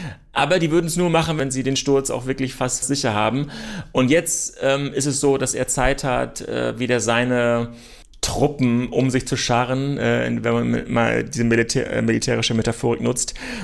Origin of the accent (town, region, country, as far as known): Germany